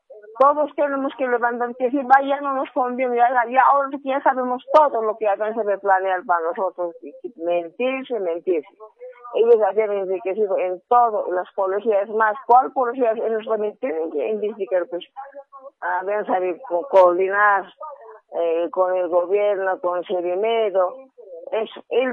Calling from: La Paz, Bolivia; Estoy llamando de La Paz, ciudad de La Paz.

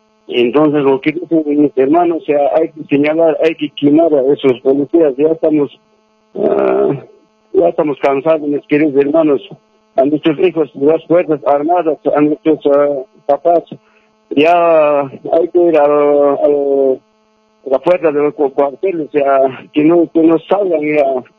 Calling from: Cochabamba, Bolivia; yo estoy llamando de Cochabamba.

